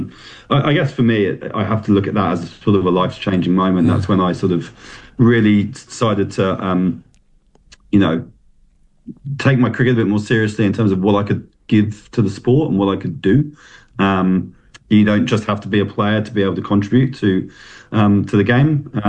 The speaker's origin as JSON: {"language": "English", "region": "England", "country": "United Kingdom", "moved": "as an adult", "lives_now": "Japan", "said": "as an Englishman"}